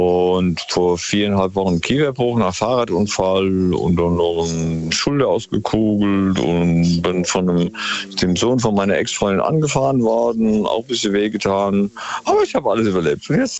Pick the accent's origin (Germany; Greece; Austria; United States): Greece; Palaikastro, Crete; Und dann am 5. von Athen über auf Kreta, meine Heimat eigentlich, Palikastro.